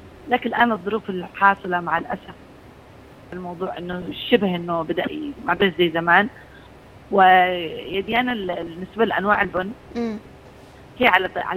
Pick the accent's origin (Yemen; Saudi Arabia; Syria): Yemen; ويعرف ان احنا من اليمن